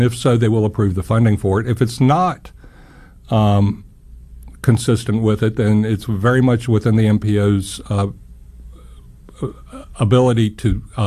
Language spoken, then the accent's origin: English; Roanoke, Virginia, United States; also born or lived in Florida; now in Morgantown, United States; I'm originally from Roanoke, Virginia, and so as is my wife, and so we found a job here, which is a 5-hour drive approximately to Roanoke versus 14 hours. When we were in Florida